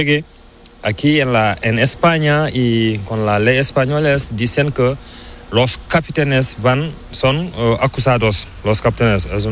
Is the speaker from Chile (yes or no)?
no; Mali; first language Pular; Spanish is a second language; moved away as an adult; now in Spain; Yo soy de Mali